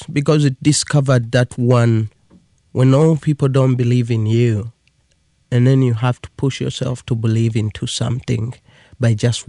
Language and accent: English; Uganda; moved away; Growing up in Uganda, grew up in a family of two sisters and parents.